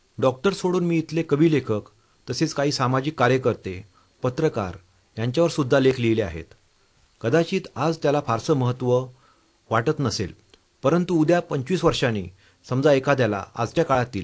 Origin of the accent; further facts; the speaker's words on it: Naradwe, Maharashtra, India; माझे बालपण मालवणी मुलखातील कणकवली तालुक्यातील नरडवे या निसर्गरम्य गावामध्ये गेले.